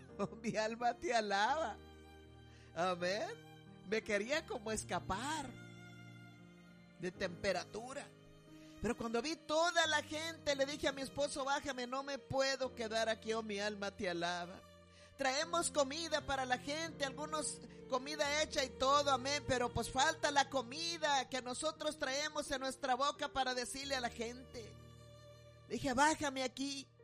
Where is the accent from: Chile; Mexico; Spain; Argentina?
Mexico; moved away; Yo soy mexicana, pero pues ya me puse, ya no estoy impuesta al sol.